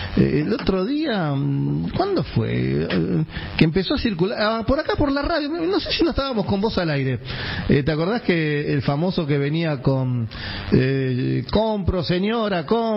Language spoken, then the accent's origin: Spanish; Argentina